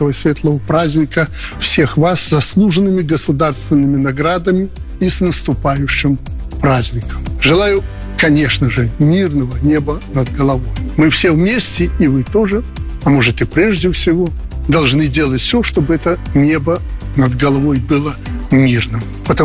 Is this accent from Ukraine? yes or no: no; Belarus